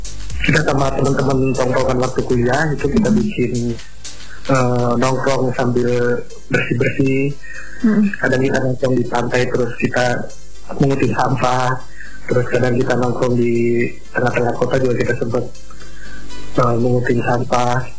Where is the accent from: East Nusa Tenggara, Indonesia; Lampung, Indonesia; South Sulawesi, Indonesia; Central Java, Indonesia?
East Nusa Tenggara, Indonesia; Alor; moved away as an adult; also born or lived in Surabaya; saya sebenarnya orang Alor tapi kecil dan besar juga di Alor. Tapi saya mengenyam pendidikannya tuh di Jawa, di Surabaya.